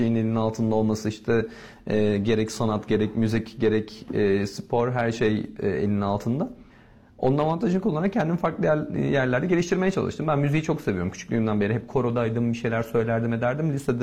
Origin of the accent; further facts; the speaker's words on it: Afyonkarahisar, Turkey; moved away as an adult; also born or lived in Istanbul; Ben küçük bir şehirde doğdum, büyüdüm. Yani Afyon'da doğdum, büyüdüm ve ondan sonra İstanbul'da üniversite için gittim.